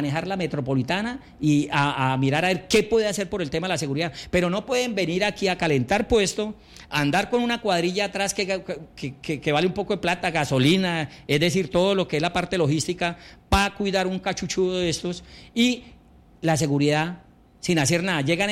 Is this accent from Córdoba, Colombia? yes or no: no; Villavicencio, Meta, Colombia